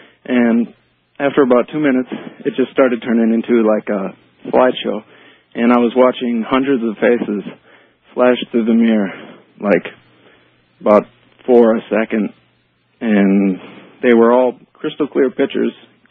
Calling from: Saint Paul, Minnesota, United States; from St. Paul.

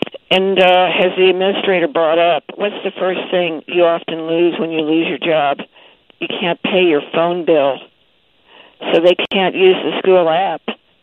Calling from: Kentucky, United States; I'm from Kentucky, Anna. That's sort of land between the waters.

